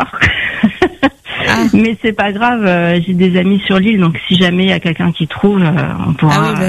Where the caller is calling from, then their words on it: Île-de-France, France; On est dans le Val d'Oise, c'est au nord de Paris.